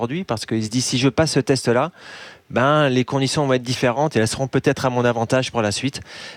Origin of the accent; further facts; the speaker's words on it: France; moi, en tant que Français, bien évidemment, j'espère toujours une surprise française.